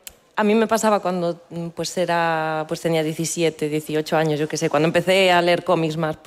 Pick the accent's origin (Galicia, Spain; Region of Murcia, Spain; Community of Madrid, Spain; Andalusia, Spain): Galicia, Spain; O Grove; Soy de Ogrove.